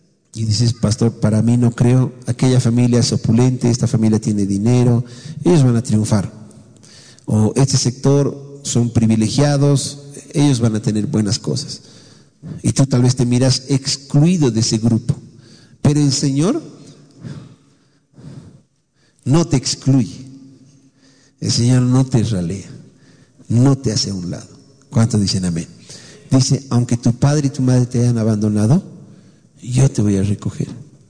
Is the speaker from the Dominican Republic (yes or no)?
no; Bolivia; Pero la mayoría de los que estamos aquí somos bolivianos.